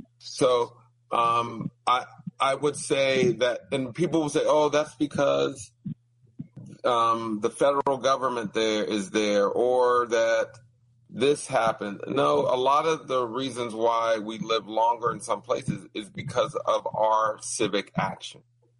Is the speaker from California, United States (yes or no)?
no; Pittsburgh, Pennsylvania, United States; I'm originally from Pittsburgh.